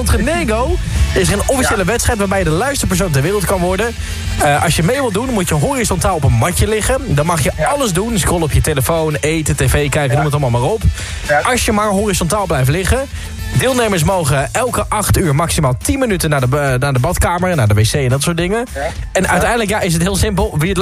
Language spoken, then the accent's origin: Dutch; Emmen, Drenthe, Netherlands; moved away; Ik bedoel, ik kom oorspronkelijk uit Emmen.